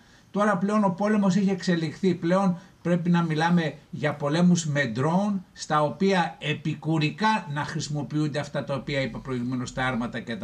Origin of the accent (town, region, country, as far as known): Greece